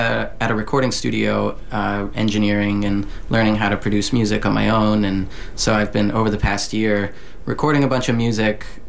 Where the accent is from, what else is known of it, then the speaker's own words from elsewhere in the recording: Lancaster, Pennsylvania, United States; my hometown in Lancaster, Pennsylvania